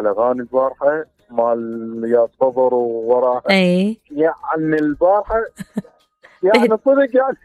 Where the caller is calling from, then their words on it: Hillah, Babil, Iraq; أنا من الحلة من المركز.